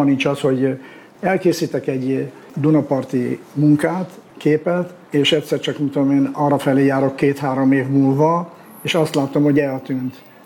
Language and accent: Hungarian; Hungary; born there; tehát ide születtem